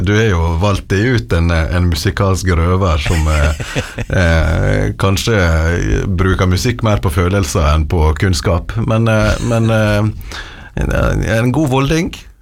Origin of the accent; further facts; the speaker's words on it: Volda, Møre og Romsdal, Norway; moved away as an adult; now in Ålesund, Norway; Ja, sant, født og oppvokst I Volda og så har jeg jo vært litt rundt I Norges land nå bor jeg I Ålesund